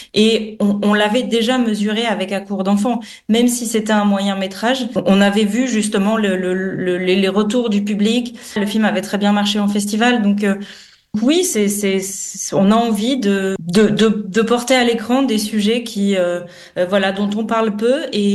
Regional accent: Nouvelle-Aquitaine, France; moved away; moi je suis originaire donc du Terrassonnais, j'ai toute ma famille qui est à Pazaillac

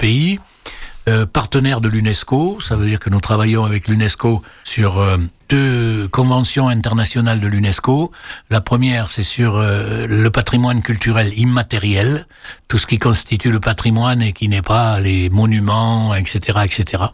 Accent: Tahiti, French Polynesia; ce que nous trouvons chez nous à Tahiti ou ailleurs.

